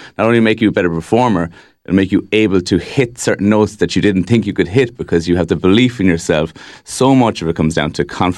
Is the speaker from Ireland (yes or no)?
yes; Clonmel, Munster, Ireland; now in Youghal, Ireland; I'm originally from Clonmel, and I hold Clonmel in very high regard